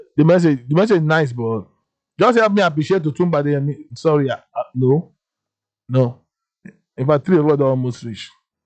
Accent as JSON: {"language": "English", "region": "Lagos", "country": "Nigeria", "said": "Good afternoon, sir. … from Lagos."}